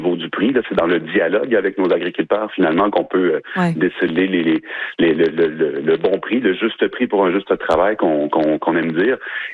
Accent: Trois-Rivières, Quebec, Canada; moi, je suis natif de Trois-Rivières

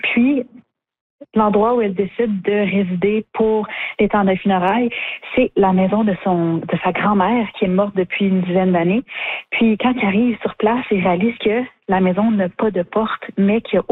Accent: Hearst, Ontario, Canada; Comme moi, étant une jeune personne neuroatypique, queer, j'ai grandi à Earth, c'est sûr que ça n'a pas été super facile.

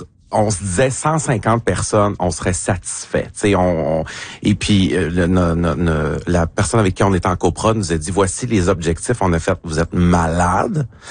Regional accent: Saint-Méthode, Quebec, Canada; Moi, je venais de Saint-Méthode au Lac-Saint-Jean, c'est 10 minutes

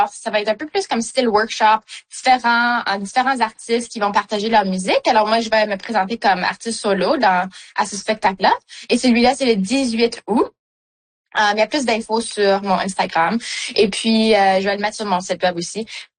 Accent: Manitoba, Canada; Puis moi j'ai des racines comme je suis franco-manitobaine

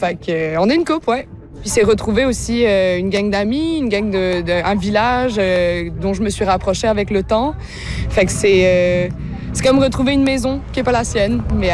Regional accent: Réunion; Je suis originaire de la France. J'ai grandi à l'île La Réunion.

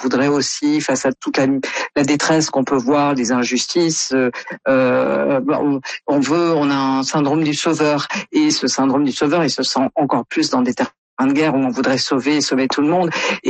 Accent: France; quand on est Canadien ou comme moi français

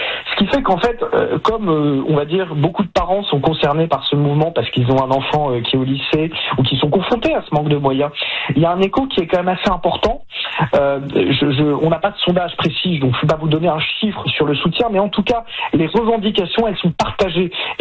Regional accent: France; chez nous en France

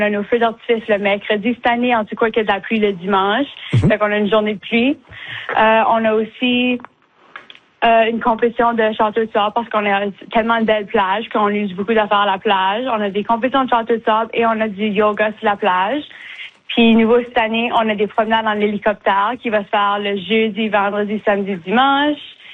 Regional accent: Bathurst, New Brunswick, Canada; moi, je suis née à Bathurst, j'ai grandi ici, fait toute ma vie

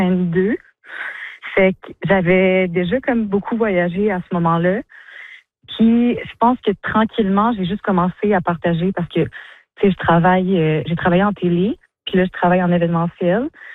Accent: Quebec, Canada; mais tu sais, je me sens très québécoise, puis du Québec, mais c'est ça.

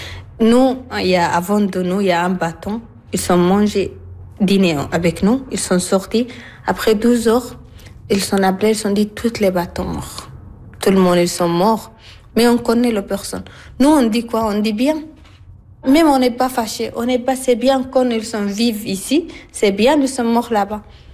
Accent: Sudan; French is a second language; moved away as an adult; also born or lived in Libya; j'ai 33 ans, je viens du Soudan, je suis allée à Libye, après on continue jusqu'à Italie.

